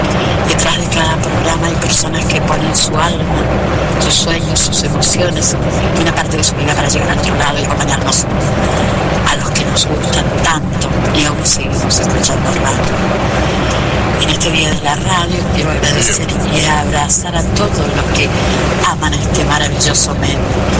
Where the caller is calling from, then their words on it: San Luis, Argentina; de San Luis